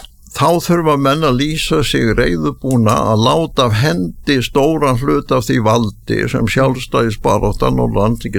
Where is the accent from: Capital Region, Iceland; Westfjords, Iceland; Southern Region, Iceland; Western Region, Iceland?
Westfjords, Iceland; Þingeyri; moved away; Það voru engur vegir og Dýrafirði í Næstufirði þegar ég var alast upp á Þingri.